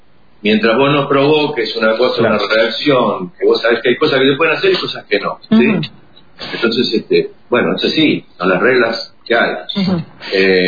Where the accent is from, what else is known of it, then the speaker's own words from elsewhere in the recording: Buenos Aires, Argentina; now in Falkland Islands; yo soy de La Boca, así que mi tradición pictórica viene a través de mi papá.